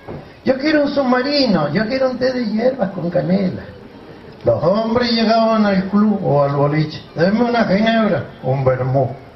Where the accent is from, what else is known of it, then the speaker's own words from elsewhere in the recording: Maipú, Mendoza, Argentina; born there; now in Luján de Cuyo, Argentina; Maipú y Luján están unidos por una calle. Yo nací de este lado, vivo de aquel. Nací en Maipú, ahora vivo en Luján, al lado. En un pueblito que está al lado del río Mendoza que se llama Barrancas. Es chiquito Barrancas.